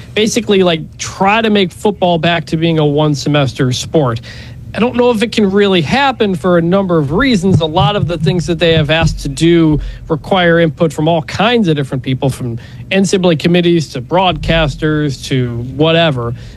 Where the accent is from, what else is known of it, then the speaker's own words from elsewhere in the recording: Michigan, United States; Yeah, I mean, I'm not from Mississippi. I'm from Michigan. I'm not from the South.